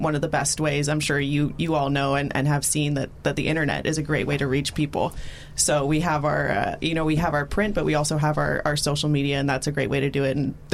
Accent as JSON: {"language": "English", "town": "Los Angeles", "region": "California", "country": "United States", "said": "that's my community. I'm from Los Angeles."}